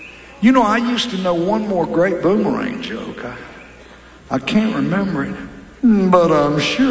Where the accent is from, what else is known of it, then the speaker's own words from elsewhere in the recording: Georgia, United States; I'm from Georgia, so I love